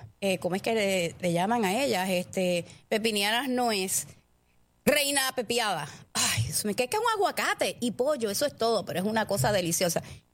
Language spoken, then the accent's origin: Spanish; Puerto Rico; yo como puertorriqueña